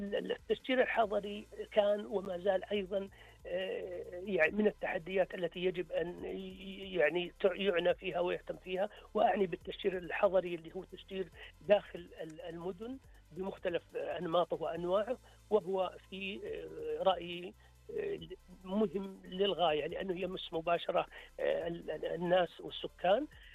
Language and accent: Arabic; Al-Qassim, Saudi Arabia; عندنا في القصيم